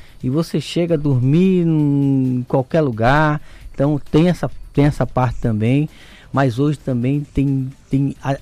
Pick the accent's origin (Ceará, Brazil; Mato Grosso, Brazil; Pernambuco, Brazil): Pernambuco, Brazil; Recife; moved away as an adult; now in Manaus, Brazil; sou de Recife